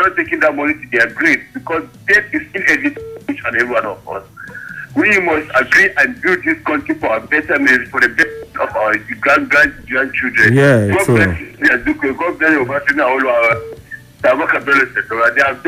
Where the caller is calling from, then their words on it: Doma, Nasarawa, Nigeria; calling you from Doma Ogogo.